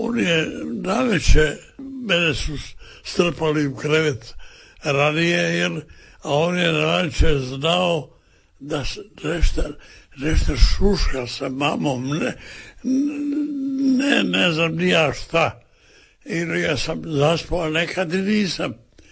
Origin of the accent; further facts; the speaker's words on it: Premantura, Istria County, Croatia; ja sam hrvatski narodnjak, rodom iz Istre, iz Premanture.